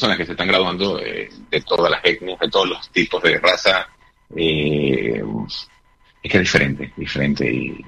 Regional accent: Venezuela; also born or lived in Italy; now in Spain; Nosotros somos italianos, venezolanos.

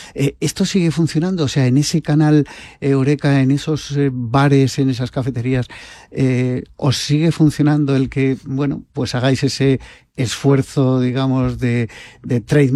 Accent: Vitoria-Gasteiz, Basque Country, Spain; cuando era pequeño, de mi ciudad natal, de Vitoria

